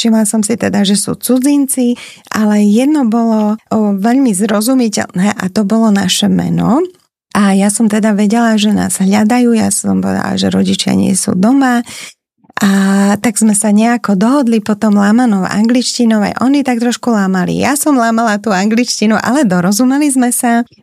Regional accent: Bratislava, Bratislava Region, Slovakia; ja som bola doma v Bratislave.

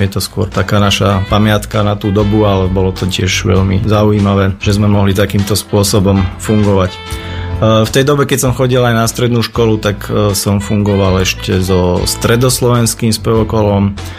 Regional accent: Klenovec, Banská Bystrica Region, Slovakia; ja som z Klenovca, aj zo zboru baptistického v Klenovci

